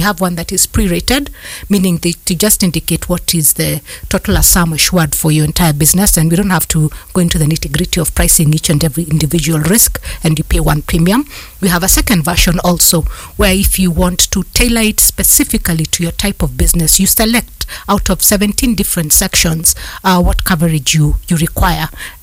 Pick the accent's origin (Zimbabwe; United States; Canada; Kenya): Kenya; Nairobi; growing up in Nairobi